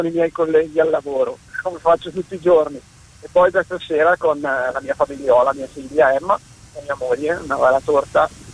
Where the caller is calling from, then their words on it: Crema, Lombardy, Italy; Siamo da Crema.